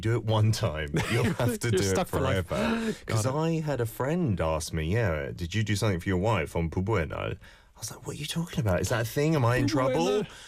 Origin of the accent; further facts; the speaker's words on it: London, United Kingdom; Because I grew up in North London, and even now, there's not a massive population of Koreans in London compared to the West Coast.